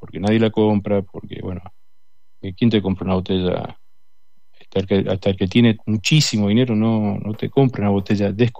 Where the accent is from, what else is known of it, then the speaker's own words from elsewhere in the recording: Argentina; born there; en Argentina hace muchos años que existo acá, nací en Argentina.